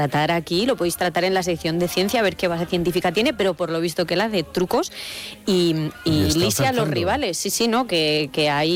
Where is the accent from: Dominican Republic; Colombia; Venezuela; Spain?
Spain; Castilla-La Mancha; No, no, yo como buena manchega estoy bien en los climas cálidos y secos